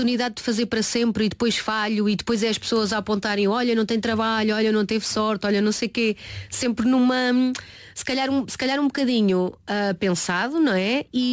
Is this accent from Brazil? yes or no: no; Oeste, Portugal; Porque eu sou do oeste. O oeste está quase sempre nublado.